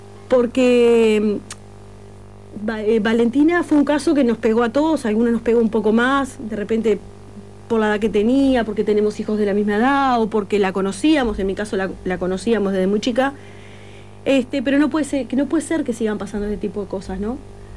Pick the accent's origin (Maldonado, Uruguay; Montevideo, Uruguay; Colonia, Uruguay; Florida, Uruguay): Maldonado, Uruguay